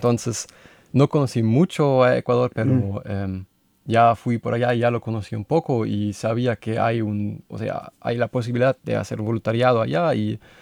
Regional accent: Hannover, Lower Saxony, Germany; Spanish is a second language; También fui a Hannover, porque yo soy de Hannover y sí, visité a mi familia, a mis hermanas y a mis padres.

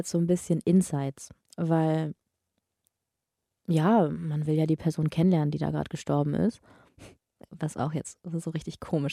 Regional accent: Oldenburg, Lower Saxony, Germany; Ich dachte damals auch nicht, ich komme ja aus Oldenburg, dass es da auch so groß ist, aber es ist riesig.

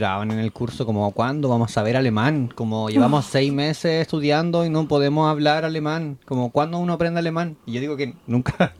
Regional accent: Chile; soy de Chile

